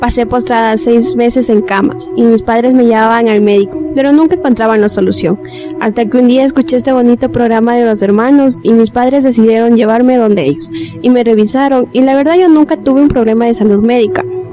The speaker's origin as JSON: {"language": "Spanish", "town": "Guamote", "region": "Chimborazo", "country": "Ecuador", "said": "Tengo 25 años, soy del Cantón Guamote"}